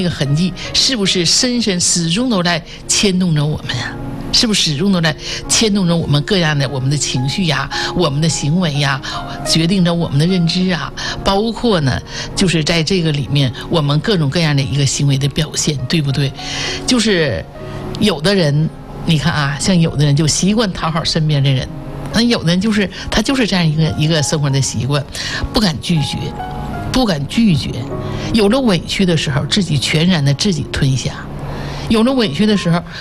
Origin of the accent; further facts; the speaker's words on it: Jinzhou, Liaoning, China; 我生在锦州，长在锦州。